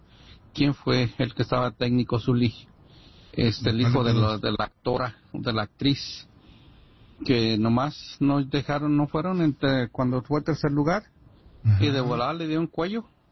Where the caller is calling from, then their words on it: Mexico; Aunque como hispanos o mexicanos